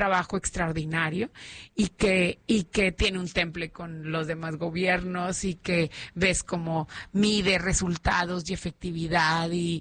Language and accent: Spanish; Nuevo León, Mexico; Precisamente lo que queremos es nosotros, como cualquier regio, ¿no? Nos caemos, nos equivocamos, aprendemos, nos sacudimos, nos levantamos y le damos otra vez